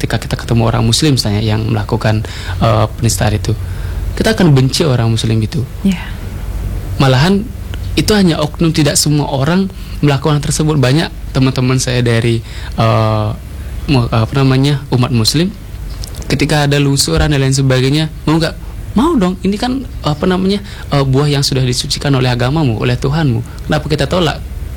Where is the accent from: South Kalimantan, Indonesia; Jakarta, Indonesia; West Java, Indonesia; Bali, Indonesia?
Bali, Indonesia; aku orang Bali loh, aku orang Hindu